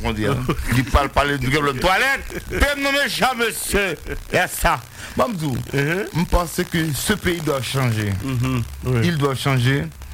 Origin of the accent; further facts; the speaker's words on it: Haiti; nous sommes un haïtien qui est conscient de vivre en Haïti.